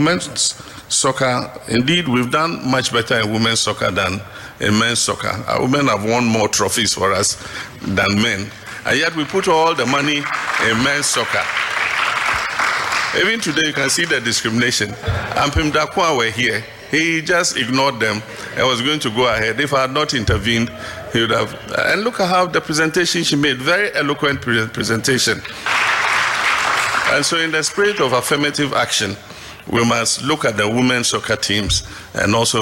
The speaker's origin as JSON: {"language": "English", "country": "Ghana", "said": "I want that in future I'll go somewhere and they say I'm from Ghana, then they say, oh, Midima. And I'll say, oh, yeah, I'm from Ghana."}